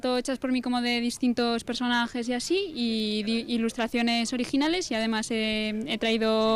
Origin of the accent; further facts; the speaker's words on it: Vitoria-Gasteiz, Basque Country, Spain; Yo soy de Gasteiz también.